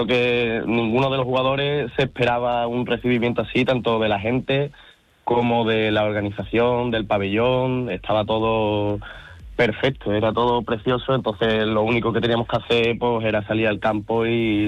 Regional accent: Seville, Andalusia, Spain; yo por ejemplo que soy de aquí, de Sevilla

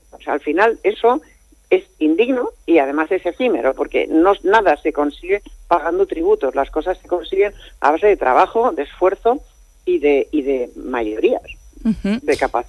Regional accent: Spain; a mí me avergüenza como española

